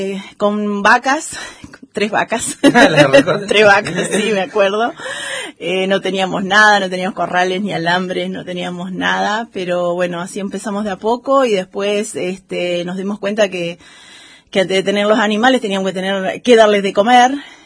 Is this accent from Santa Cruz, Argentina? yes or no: no; Esquel, Chubut, Argentina; born there; yo soy nacida acá en Esquel, toda mi familia vive acá en Esquel y tenemos una chacra allá en Costa del Chubut. Estamos a 10 kilómetros del cerro y muy muy cerquita de lo que es Fofocahuel.